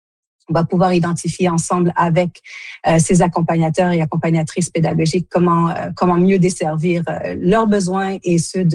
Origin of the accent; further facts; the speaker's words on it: Quebec, Canada; born there; si je suis née au Canada, née au Québec, c'est grâce à l'immersion française, parce que ma maman faisait partie des pionnières de l'immersion française et mon papa est venu la rejoindre au Canada.